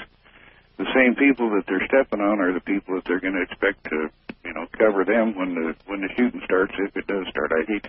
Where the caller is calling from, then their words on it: Des Moines, Iowa, United States; Des Moines, Iowa.